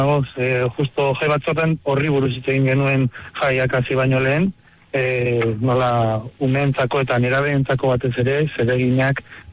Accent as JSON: {"language": "Basque", "town": "Orduña", "region": "Basque Country", "country": "Spain", "said": "Ni bai, eta Urduñarra, bai."}